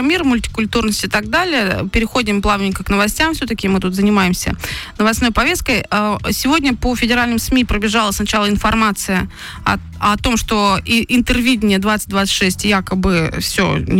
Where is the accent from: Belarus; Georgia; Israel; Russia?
Russia